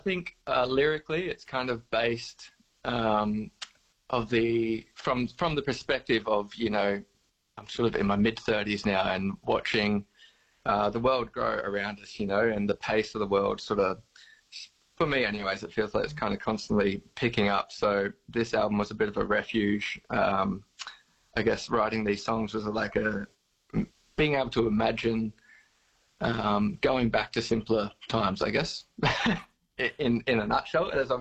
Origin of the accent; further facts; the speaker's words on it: Sunshine Coast, Queensland, Australia; growing up on the Sunshine Coast, we've obviously seen a lot of change there, the town build up a lot